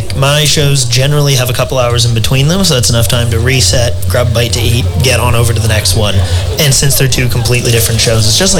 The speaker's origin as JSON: {"language": "English", "town": "Calgary", "region": "Alberta", "country": "Canada", "also_born_or_lived": "London", "moved": "as an adult", "lives_now": "United Kingdom", "said": "I'm from Canada. I'm from a place called Calgary."}